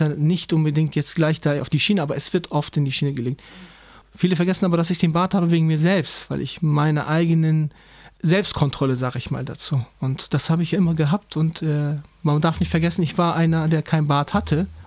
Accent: Bremen, Germany; born there; Ich komme aus Walle und Bremen und bin hier geboren und bin Deutsch-Türke.

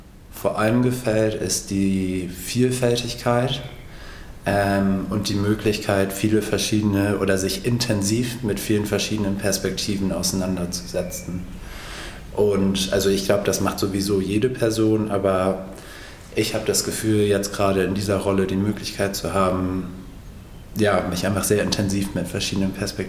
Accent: England, United Kingdom; now in Berlin, Germany; Ich bin in England aufgewachsen und ich bin in einem Einfamilienhaus aufgewachsen, was in England auch schon eher üblich ist.

